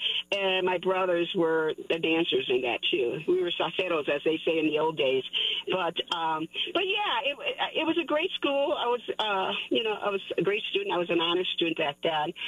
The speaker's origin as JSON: {"language": "English", "town": "Chicago", "region": "Illinois", "country": "United States", "tie": "born or raised there", "said": "I'm a long-time Chicagoan, born and raised, native born here, you know."}